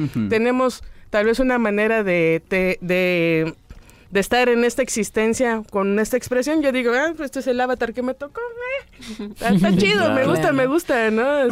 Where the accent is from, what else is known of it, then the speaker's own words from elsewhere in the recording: Chiapas, Mexico; moved away; yo soy de Chiapas.